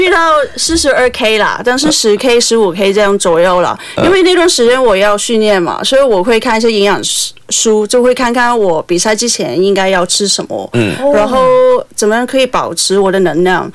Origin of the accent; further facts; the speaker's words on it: Hong Kong; moved away as an adult; now in Adelaide, Australia; 我是香港人